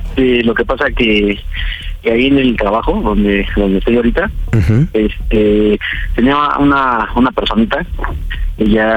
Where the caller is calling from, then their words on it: Naucalpan, State of Mexico, Mexico; Estamos aquí en Naucalpan y tengo 37.